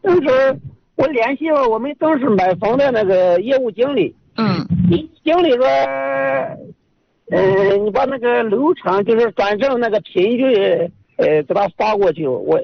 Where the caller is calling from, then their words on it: Yuncheng, Shanxi, China; 我打山西运城的。